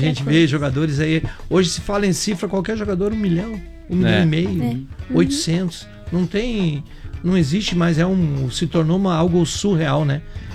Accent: Brazil; Mas a gente é brasileiro e nós não desistimos nunca, né?

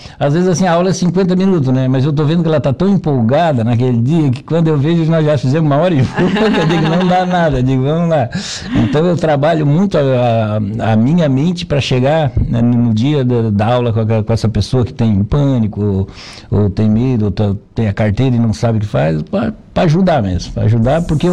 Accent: Balneário Arroio do Silva, Santa Catarina, Brazil; also born or lived in Criciúma; A única vez que eu saí do Arroio de Silva, eu fui morar em Criciúma.

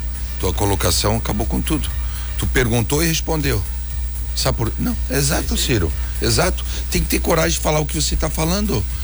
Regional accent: Brazil; Eu acredito e sou brasileiro

